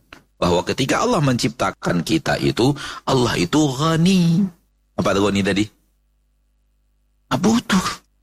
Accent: Pekanbaru, Riau, Indonesia; Kita orang Pekanbaru, orang Riau, dan Sumatera secara umum

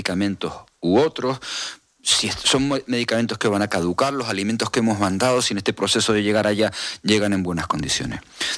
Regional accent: Canary Islands, Spain; En una sociedad como la canaria, tan estrechamente vinculada con Venezuela, donde tenemos relaciones familiares directas con personas en el terreno

